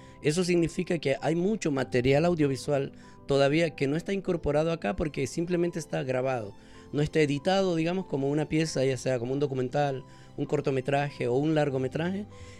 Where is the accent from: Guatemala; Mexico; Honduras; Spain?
Honduras; Entonces, al menos el cine que nos mira más a profundidad, sí, para como hondureños, porque en realidad también previo a eso habían grabaciones sobre Honduras